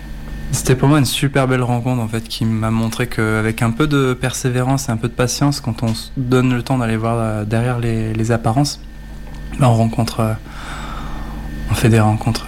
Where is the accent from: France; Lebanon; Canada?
France; chez nous, en France